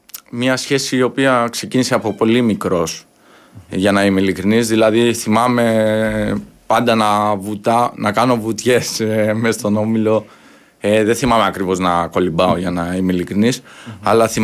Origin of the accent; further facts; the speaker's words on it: Argostoli, Ionian Islands, Greece; Εγώ γεννήθηκα και μεγάλωσα εδώ, στην Κεφαλονιά, στο Αργοστόλι.